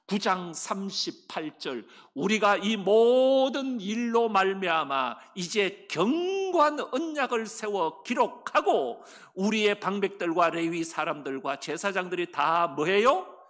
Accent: Seongju, North Gyeongsang, South Korea; moved away; 제 고향이 성주라서 잘 알죠?

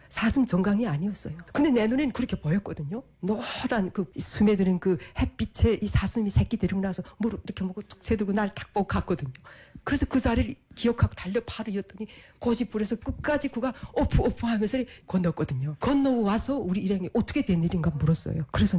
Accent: North Korea; 나도 자기가 같은 북한 여자인데 한국 나가서 5년 동안 돈 벌고 아이 몰라 들어왔다.

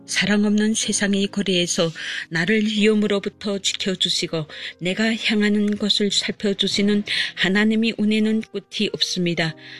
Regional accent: Tanchon, South Hamgyong, North Korea; moved away; 저는 함경남도 단천에서 온

